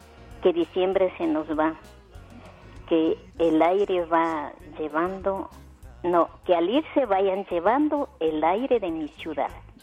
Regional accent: Quito, Pichincha, Ecuador; No es porque yo sea mi tierra, mi ciudad, mi lugar natal, pero Quito es lindo

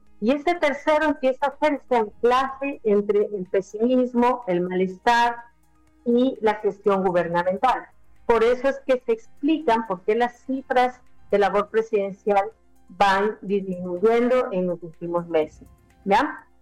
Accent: Ecuador; No, los ecuatorianos no somos pesimistas. Habemos una parte del Ecuador que somos andinos.

